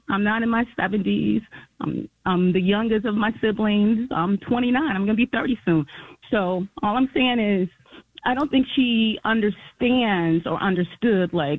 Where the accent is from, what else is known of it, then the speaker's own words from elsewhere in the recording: Detroit, Michigan, United States; I'm from Detroit. My family's from Detroit. We've been here for forever.